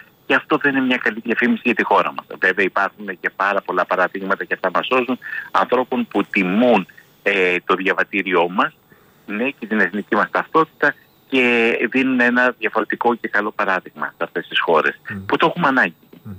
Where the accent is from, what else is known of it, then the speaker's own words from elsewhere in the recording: Greece; Έχουμε μια εσωτερικότητα που δεν θα έπρεπε να την έχουμε σαν Έλληνες.